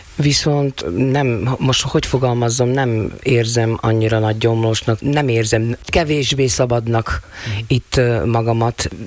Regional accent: Lučenec, Banská Bystrica Region, Slovakia; accent: Palóc; moved away as an adult; also born or lived in Bratislava; soha nem hagyom el a palócot. Mert én Palócföldön születtem, Losoncon és Ragyolci lány vagyok.

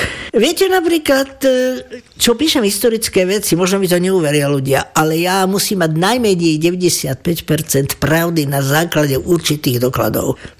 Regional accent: Kežmarok, Prešov Region, Slovakia; Kežmaruk je moje rodné mesto, ktoré skutočne mám veľmi rada.

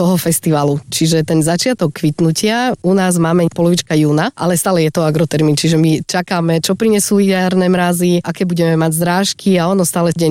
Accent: Michalovce, Košice Region, Slovakia; moved away as an adult; Ja som Michalovčanka.

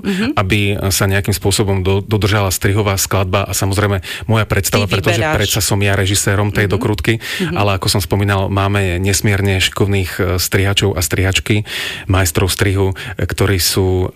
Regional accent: Bratislava, Bratislava Region, Slovakia; u nás v Bratislave

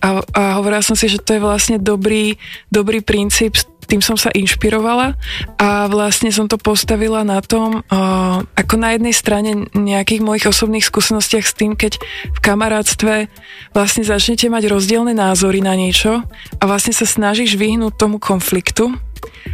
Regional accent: Martin, Žilina Region, Slovakia; now in Prague, Czech Republic; by som chcela ísť práve do Martina, odkiaľ pochádzam

